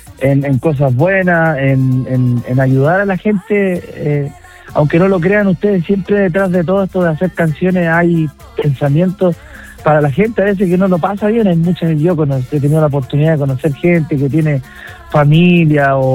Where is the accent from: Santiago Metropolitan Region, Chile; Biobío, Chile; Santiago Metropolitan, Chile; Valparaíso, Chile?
Valparaíso, Chile; Limache; Limache, mi tierra, que me vio crecer también.